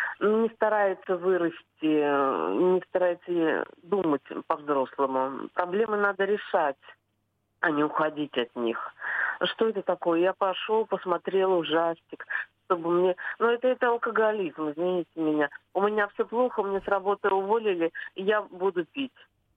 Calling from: Saint Petersburg, Russia; я из Санкт-Петербурга.

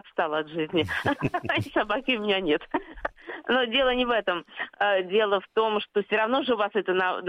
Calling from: Saint Petersburg, Russia; я из Санкт-Петербурга.

